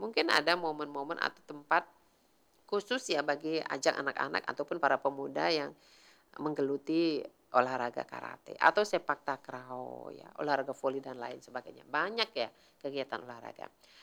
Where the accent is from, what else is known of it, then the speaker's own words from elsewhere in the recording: Indonesia; Kalau seperti di kampung saya itu kegiatan olahraga yang menonjol itu ini ya, voli putra-putri.